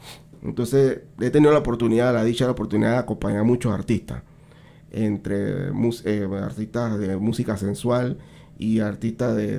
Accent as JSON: {"language": "Spanish", "country": "Panama", "said": "yo le hice como buen panameño una nivelación"}